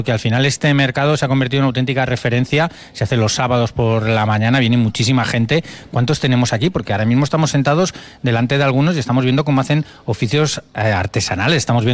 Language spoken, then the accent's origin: Spanish; Madrid, Community of Madrid, Spain; Yo que soy de Madrid y esto no, realmente no se conoce como se debería.